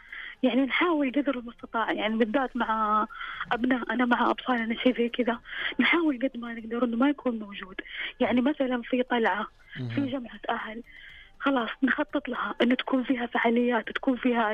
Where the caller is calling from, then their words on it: Mecca, Makkah Province, Saudi Arabia; في مهرجان فتح كذا عندنا في مكة